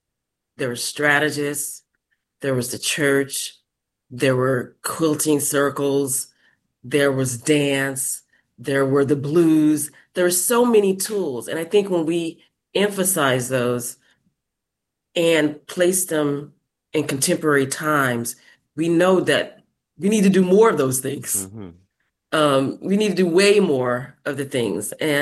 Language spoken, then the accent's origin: English; Arkansas, United States; the sounds, sights that I experienced growing up in Arkansas